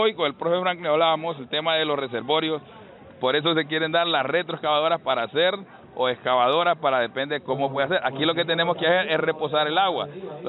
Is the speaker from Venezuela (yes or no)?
no; Honduras; los hondureños también podemos.